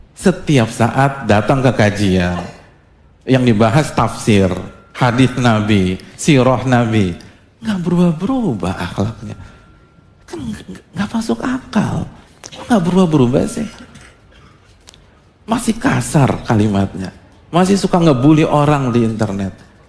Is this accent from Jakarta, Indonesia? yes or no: yes; Jakarta, Indonesia; Saya dari kecil sampai SMA itu di Jakarta, omongannya logo-logoan.